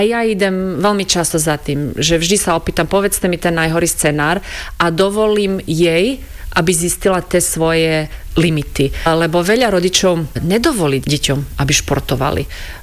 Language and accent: Slovak; Croatia; Slovak is a second language; now in Slovakia; ja ako Chorvátka z Chorvátska pri mori